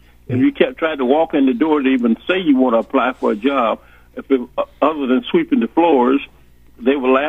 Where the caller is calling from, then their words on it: Georgia, United States; being a Southerner from Georgia